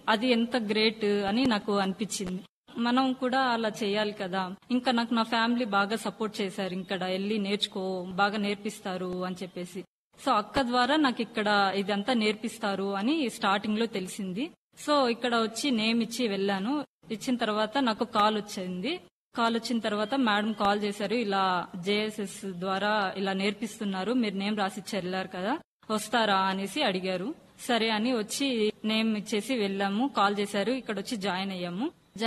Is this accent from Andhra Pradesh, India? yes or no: yes; Tirupati, Andhra Pradesh, India; నేను తిరుపతి నుంచి వస్తున్నాను. ఓటేరు మేము ఉండేది.